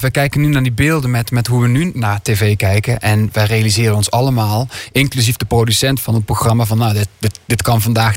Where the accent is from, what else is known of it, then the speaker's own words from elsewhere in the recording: Limburg, Netherlands; Ik ben een Zuiderling, ik kom uit Zuid-Limburg. En de Nederlandse taal zingen, daar had ik altijd wat moeite mee vanwege mijn accent.